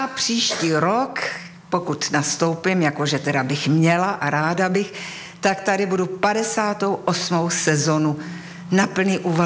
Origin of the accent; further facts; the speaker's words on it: Prague, Czechia; moved away as an adult; now in Plzeň, Czech Republic; jsem Pražačka a protože Prahu miluju.